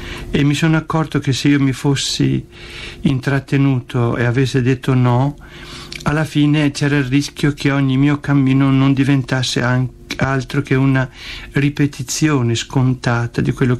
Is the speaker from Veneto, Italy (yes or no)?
yes; Verona, Veneto, Italy; moved away as an adult; also born or lived in Val di Non, Trentino / Calabria / Bari; io, nato in Trentino, sono cresciuto a Verona.